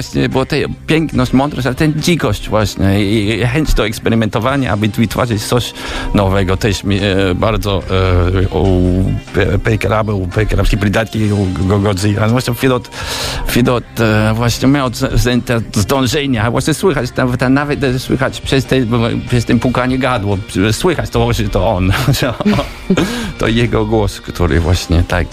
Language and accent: Polish; England, United Kingdom; Polish is a second language; moved away; ja jako Anglik nigdy nie będzie spał spokojnie